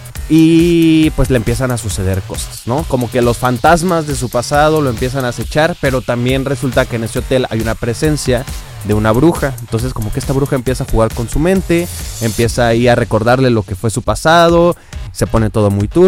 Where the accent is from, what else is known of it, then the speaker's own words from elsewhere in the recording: San Miguel de Allende, Guanajuato, Mexico; Yo soy de San Miguel de Allende.